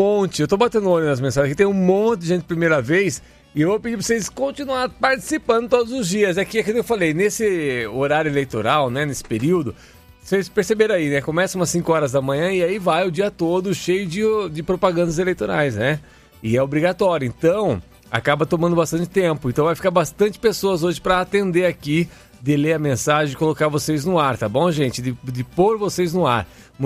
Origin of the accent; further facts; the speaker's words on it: Araras, São Paulo, Brazil; moved away; estou em Araras, no interior de São Paulo